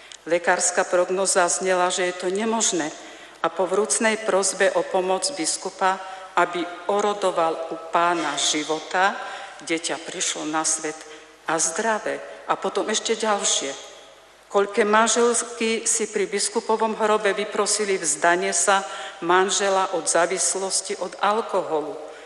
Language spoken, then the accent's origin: Slovak; Zákamenné, Žilina Region, Slovakia; narodila som sa v Zákamenom a celý život aj v Zákamenom žijem.